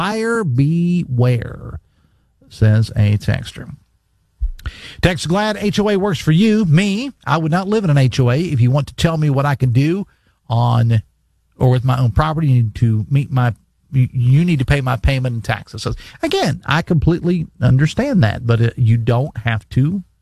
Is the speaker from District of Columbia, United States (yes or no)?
no; Logan, West Virginia, United States; also born or lived in Mann; I lived in two different communities, areas growing up in Logan County. One was in the Mann area, or as it's known, the Tridelphia area, and also in the Logan area.